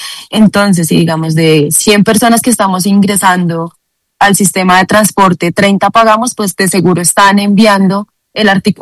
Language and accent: Spanish; Bogotá, Colombia; Nosotros como ciudadanos, como bogotanos, debemos también saber que las acciones que nosotros tenemos